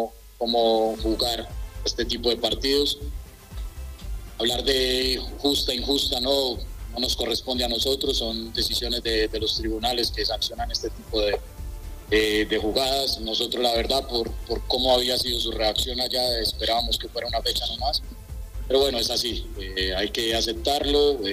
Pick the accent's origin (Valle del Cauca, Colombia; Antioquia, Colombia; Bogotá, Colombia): Antioquia, Colombia; Medellín; moved away as an adult; also born or lived in Pereira; now in Bolivia; a mi país, a mi ciudad natal, Medellín, que lo sintió muy fuerte, y a una ciudad que quiero mucho como Pereira, donde viví, donde dirigí y donde tengo muchos amigos